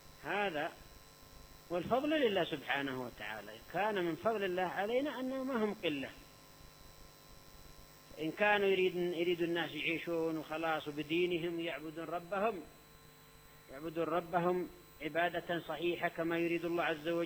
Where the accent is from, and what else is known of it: Yemen